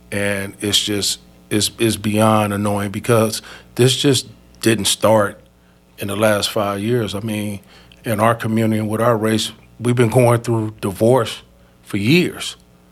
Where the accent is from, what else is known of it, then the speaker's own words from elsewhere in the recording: Gary, Indiana, United States; moved away; also born or lived in Chicago, Illinois; I hail from, I was born and raised in Gary, Indiana, in Chicago.